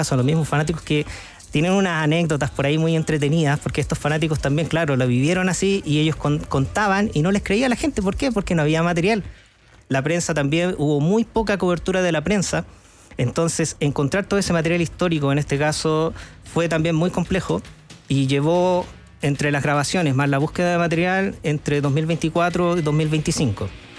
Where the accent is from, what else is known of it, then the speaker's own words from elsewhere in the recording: Chile; es algo que yo siento que como chilenos debemos sentir un orgullo